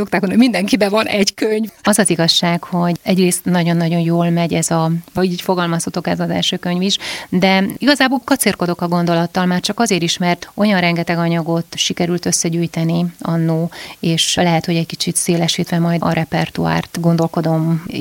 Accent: Székely Land, Romania; now in Budapest, Hungary; én mesélek ugye az otthonomról, Székelyföldről

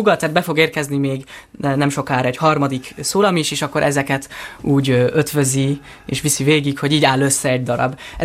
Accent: southern France, France; also born or lived in Versailles; now in Hungary; mert én Franciaországban születtem, a Versailles kastélyben.

